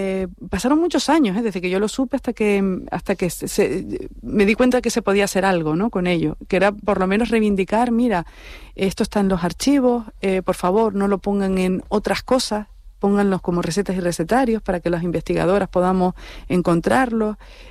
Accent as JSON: {"language": "Spanish", "town": "Garachico", "region": "Canary Islands", "country": "Spain", "tie": "born there", "moved": "yes", "lives_now": "Madrid, Spain", "said": "en el de mi pueblo, en Garachico"}